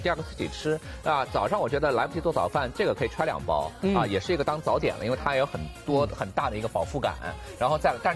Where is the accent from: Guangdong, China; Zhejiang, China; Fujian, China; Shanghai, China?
Shanghai, China; 凤梨酥咱们上海人都爱吃，